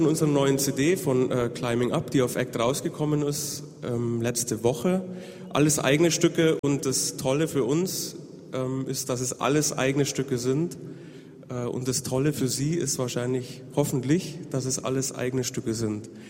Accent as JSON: {"language": "German", "town": "Munich", "region": "Bavaria", "country": "Germany", "said": "den ich bin aus München"}